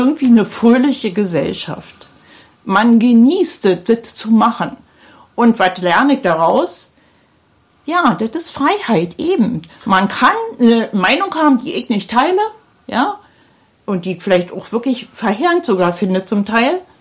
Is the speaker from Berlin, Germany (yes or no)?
yes; Berlin, Germany; in Berlin, wo ich herkomme, dass die Leute bereit wären, so viel Arbeit zu investieren